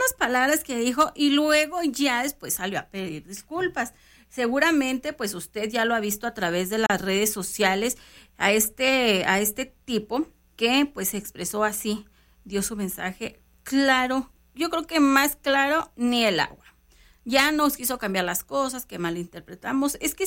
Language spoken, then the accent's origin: Spanish; Mexico